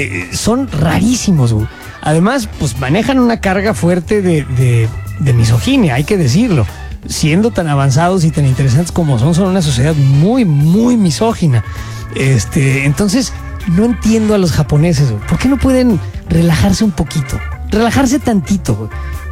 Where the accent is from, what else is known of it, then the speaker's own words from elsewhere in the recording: Mexico; ¿Somos felices los mexicanos en el sexo?